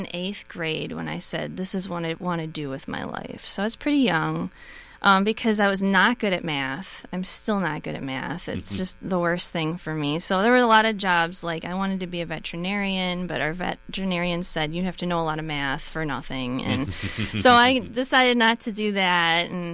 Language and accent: English; Milwaukee, Wisconsin, United States; I'm from Milwaukee originally. But I've moved around a little, but I've always been in Wisconsin.